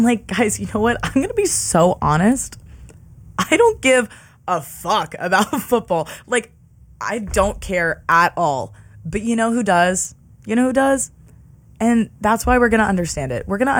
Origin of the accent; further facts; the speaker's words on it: Pennsylvania, United States; moved away; I'm from Pennsylvania